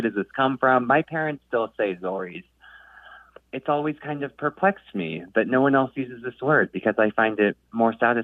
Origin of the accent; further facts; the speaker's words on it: Sacramento, California, United States; My mom's from New England and my dad's from Sacramento, and I grew up near Sacramento myself.